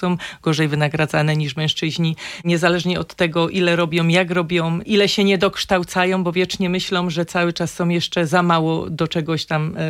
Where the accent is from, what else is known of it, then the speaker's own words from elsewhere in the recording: Silesian Voivodeship, Poland; Czas, w którym teraz jesteśmy, my jako Ślązacy, jako nasz region, jest bardzo trudny.